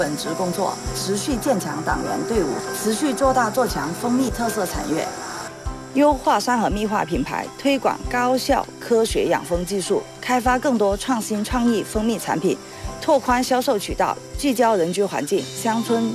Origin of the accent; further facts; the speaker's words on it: Heyuan, Guangdong, China; 看着这片生我养我的土地，基础设施落后，发展缓慢